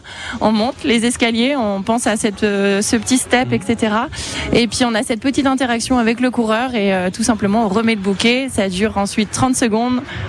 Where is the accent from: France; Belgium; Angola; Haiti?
France; Angers, Pays de la Loire; Alors non, moi je suis angevine.